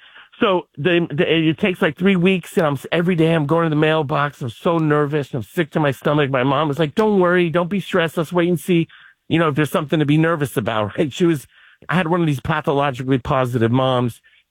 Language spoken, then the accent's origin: English; Miami Beach, Florida, United States; I grew up in Miami Beach. I lived in one house with my mom.